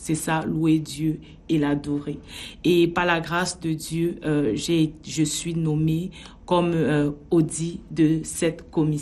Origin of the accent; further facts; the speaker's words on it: Cameroon; je suis d'origine du Cameroun